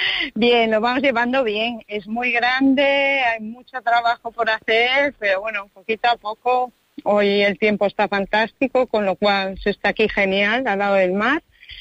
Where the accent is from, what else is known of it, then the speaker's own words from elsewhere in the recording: Galicia, Spain; si somos gallegos de costa, la vamos a tener aquí muy fácil.